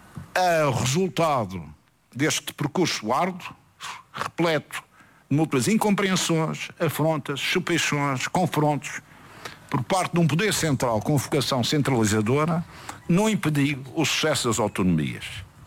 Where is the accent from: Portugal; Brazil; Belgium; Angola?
Portugal; Madeira